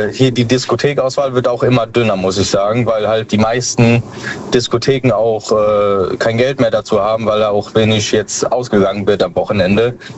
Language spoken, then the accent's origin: German; Koblenz, Rhineland-Palatinate, Germany; Ich komme aus Rheinland-Pfalz, Koblenz.